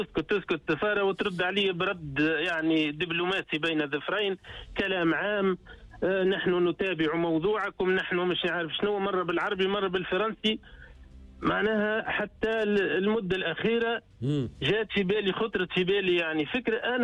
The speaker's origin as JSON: {"language": "Arabic", "country": "Tunisia", "said": "طبعا أنا كمواطن تونسي نتأسف أني معناها ننحدر معناها كمواطن أني أتسول معناها وثائق الإدارية عادي"}